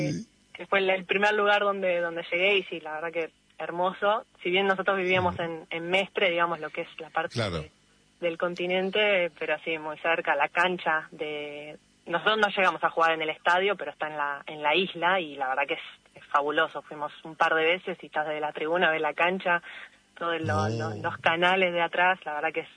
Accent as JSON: {"language": "Spanish", "region": "Geneva", "country": "Switzerland", "tie": "born or raised there", "said": "Yo de chica, ya te digo, en Suiza, que pude arrancar a los 8 o 9 años, en un club de barrio, obviamente, éramos un equipo de toda la zona, creo que era uno de los equipos, éramos dos equipos de escuelita femenino en todo Ginebra"}